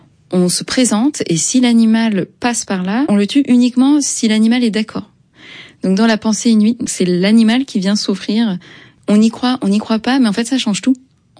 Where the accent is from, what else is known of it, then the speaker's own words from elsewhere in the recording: France; Je suis française, je vis dans un monde dans lequel la chasse est au choix un loisir ou une industrie.